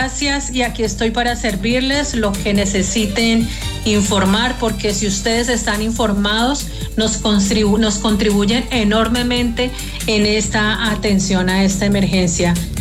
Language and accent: Spanish; Colombia